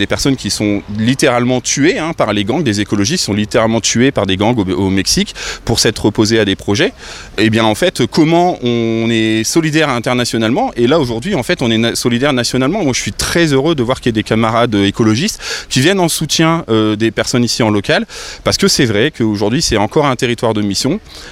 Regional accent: Oisille-le-Verger, Hauts-de-France, France; also born or lived in Douai; je suis pas né ici, je suis né à Douai, mais j'ai fait de 6 ans à 22 ans Oisille-le-Verger, j'ai habité ici, donc je connais bien

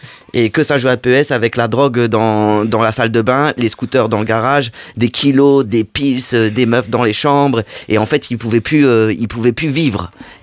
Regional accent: Liévin, Hauts-de-France, France; now in Lille, France; moi je suis originaire d'ici. Mm-hmm. Donc je suis de Liévin exactement. Et un peu à Lens, et bon, ça fait très longtemps que je suis à Lille

